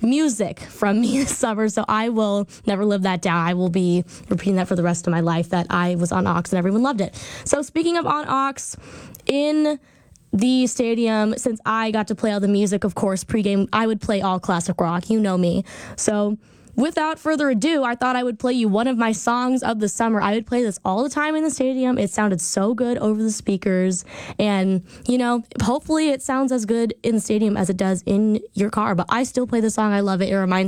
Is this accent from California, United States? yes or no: yes; San Luis Obispo, California, United States; It was in San Luis Obispo, California. It's my hometown